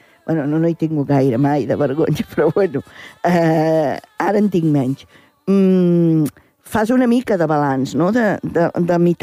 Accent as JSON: {"language": "Catalan", "town": "Reus", "region": "Catalonia", "country": "Spain", "tie": "born or raised there"}